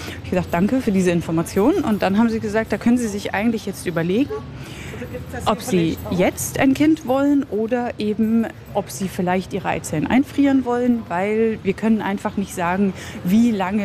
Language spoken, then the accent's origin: German; Germany; moved away as an adult; now in Basel, Switzerland; Ich komme aus Deutschland, wie man hört, und bin seit 2013 in der Schweiz, damals fürs Praktikum gekommen und dann einfach nie wieder gegangen.